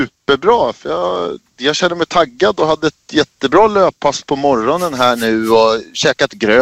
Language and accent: Swedish; Södertälje, Stockholm County, Sweden; Fast jag är inte från Stockholm, jag är från Södertälje, det är väldigt viktigt.